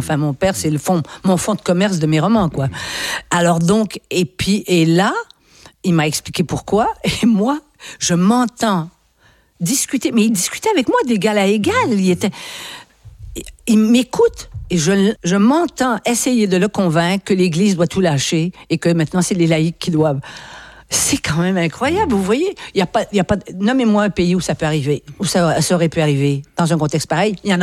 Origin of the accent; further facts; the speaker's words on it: Quebec, Canada; Oui, nous sommes des Nord-Américains. Ça je m'en suis rendu compte en arrivant ici.